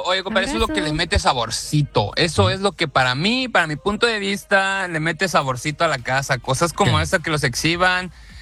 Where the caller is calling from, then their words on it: Mexico City, Mexico; soy chilango